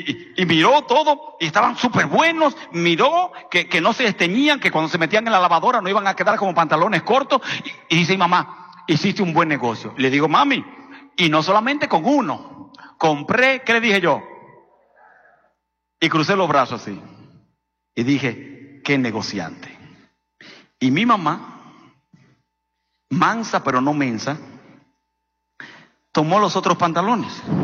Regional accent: Dominican Republic; born there; moved away; En mi país, yo nací en República Dominicana, compartimos territorio con un hermoso país llamado Haití.

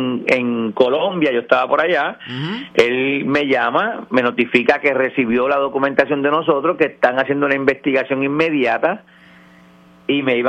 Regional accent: Aguadilla, Puerto Rico; esto es un mensaje a todos los contribuyentes de esta ciudad de Aguadilla, porque voy a hablar de mi pueblo.

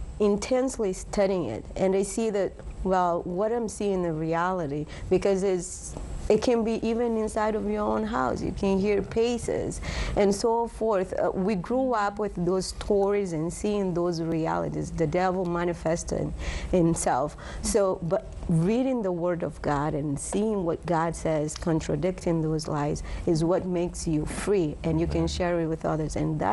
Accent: Guinea-Bissau; also born or lived in Cape Verde; I'm from Guinea-Bissau, West Africa, and some part of, I'm also a Cape Verdean.

